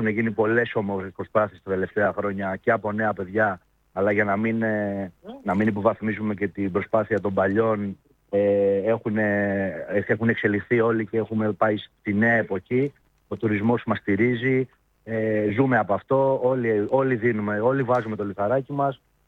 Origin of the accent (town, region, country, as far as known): Pythagoreio, North Aegean, Greece